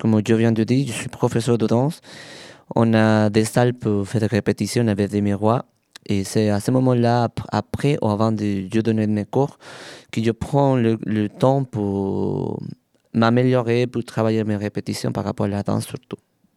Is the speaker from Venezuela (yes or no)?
yes; Venezuela; moved away; je viens de Venezuela, c'est mes traditions